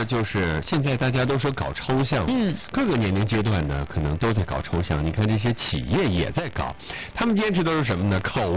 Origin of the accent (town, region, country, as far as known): Changchun, Jilin, China; born or raised there